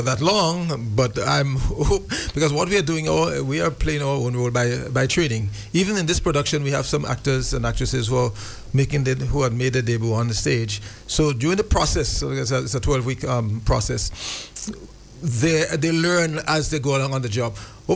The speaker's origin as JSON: {"language": "English", "town": "Marquis", "region": "Saint Andrew", "country": "Grenada", "tie": "born or raised there", "also_born_or_lived": "St. George's, Grenada", "said": "because I grew up in the country, although I was born in St. George's, but I grew up in Marquee"}